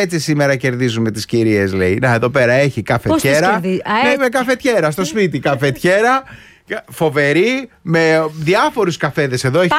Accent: Koropi, Attica, Greece; Εντάξει, εγώ έχω μεγαλώσει και γεννηθεί στο Κοροπή.

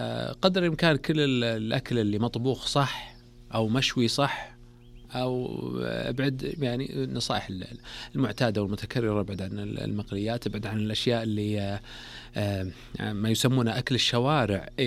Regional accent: Saudi Arabia; عندنا في السعودية

